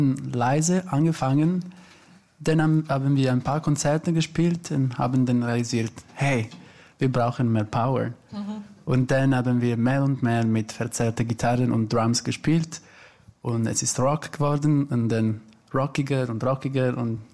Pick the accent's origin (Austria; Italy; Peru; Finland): Italy; accent: Swiss German; moved away; Jetzt rede ich auch Schweizerdeutsch, aber ich bin Italiener